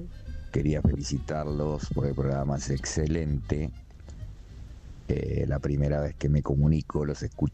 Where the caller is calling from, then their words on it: Quilmes, Buenos Aires Province, Argentina; …, en el barrio El Dorado, aquí en Quilmes, Buenos Aires.